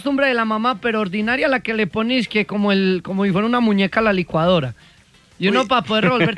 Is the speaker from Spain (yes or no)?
no; Colombia; uno como colombiano